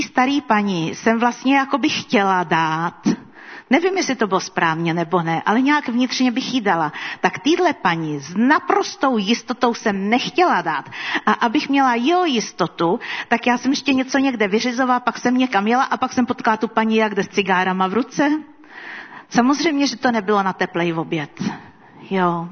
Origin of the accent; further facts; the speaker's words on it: Prague, Czechia; Jednou jsem jela metrem, což není zase tak zvláštní věc, protože já jsem z Prahy.